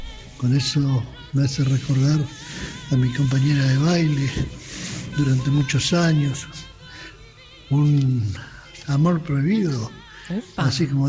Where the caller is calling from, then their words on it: Saavedra, Buenos Aires, Argentina; Hola chicas … de Saavedra, acá trabajando.